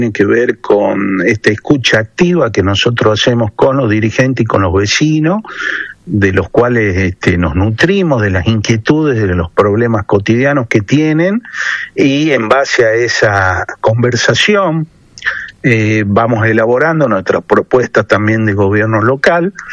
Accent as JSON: {"language": "Spanish", "town": "Yerba Buena", "region": "Tucumán", "country": "Argentina", "tie": "born or raised there", "said": "yo soy nacido y criado en Yerba Buena, allí tengo mi domicilio, por lo tanto mi distrito electoral es la ciudad Jardín"}